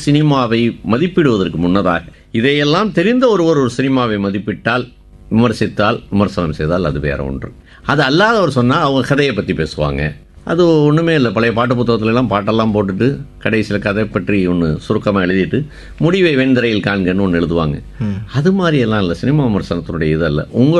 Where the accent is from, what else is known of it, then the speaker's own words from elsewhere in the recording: Madurai, Tamil Nadu, India; என்னுடைய சொந்த ஊர் மதுரை.